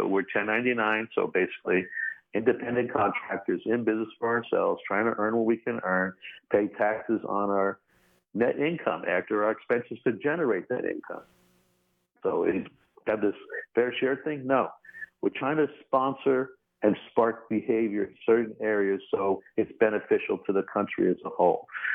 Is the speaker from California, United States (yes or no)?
no; Brentwood, New York, United States; also born or lived in San Antonio, Texas; Then back to my parents' roots in New York. They were both born in Brooklyn. Lived on Brentwood, Long Island, believe it or not. It was a beautiful place as I was growing up as a kid.